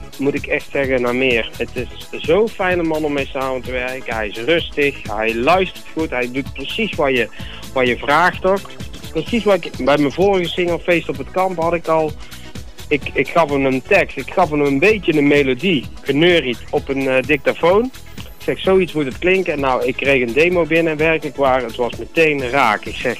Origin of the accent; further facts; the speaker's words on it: North Brabant, Netherlands; moved away as an adult; now in Reusel, Netherlands; Ja, en mijn moeder komt er officieel vandaan. Ik kom officieel uit Hapen.